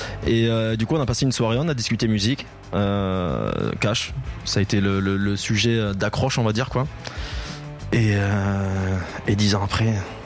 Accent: Rodez, Occitanie, France; moved away as an adult; now in Toulouse, France; on a grandi dans une petite ville qui s'appelle Rodez. Pas très loin de Toulouse. On habite à Toulouse depuis une dizaine d'années, mais on a grandi quand même à Rodez. On a tous nos potes, nos familles, nos attaches là-bas. Et Rodez, c'est une petite ville

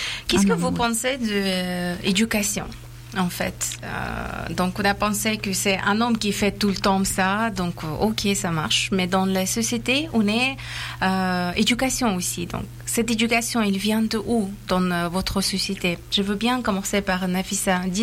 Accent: Afghanistan; French is a second language; moved away; Je veux bien aussi répondre comme une femme afghane

